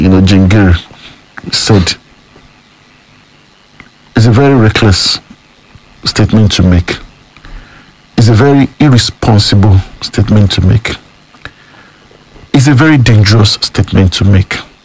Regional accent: Nigeria; as a Nigerian

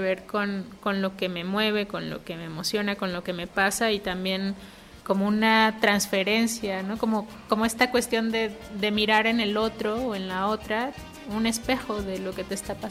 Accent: Oaxaca, Mexico; soy oaxaqueña

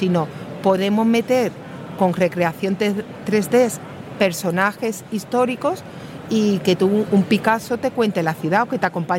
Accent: Málaga, Andalusia, Spain; pongo ejemplos de Málaga porque no sé si se notará por el acento que soy de Málaga.

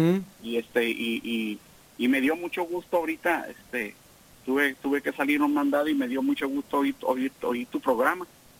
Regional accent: Tijuana, Baja California, Mexico; Yo soy de aquí de Tijuana, pero mi papá, en paz descanse, era de Michoacán, y mi madre, en paz descanse, de La Barca, Jalisco, ¿sí? Y ellos, pues, se vinieron en aquellos ayeres con la ilusión de irse a Estados Unidos

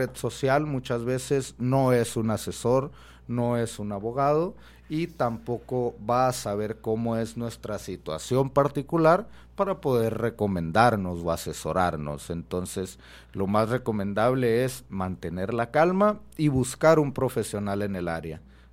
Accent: Mexico; somos ciudadanos mexicanos

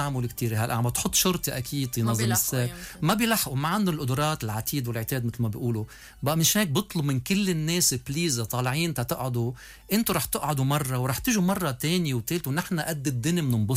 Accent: Yahchouch, Keserwan-Jbeil, Lebanon; انا بدي احكي عن يحشوش لان ضيعتي

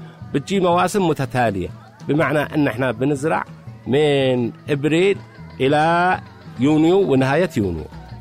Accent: Sanaa, Amanat Al Asimah, Yemen; بما نسمي عندنا في صنعاء الصيف

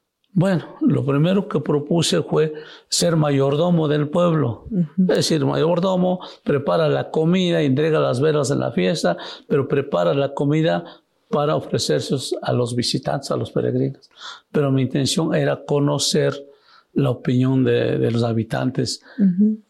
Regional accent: Taneche, Oaxaca, Mexico; porque ellos no tenían recursos ni para viajar de Taneche, que es mi pueblo, a la ciudad de Oaxaca.

